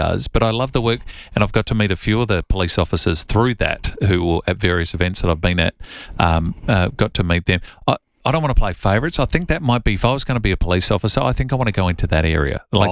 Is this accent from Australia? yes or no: yes; Millicent, South Australia, Australia; So I'm from the southeast, Millicent, my hometown. Des Noel was our police officer growing up.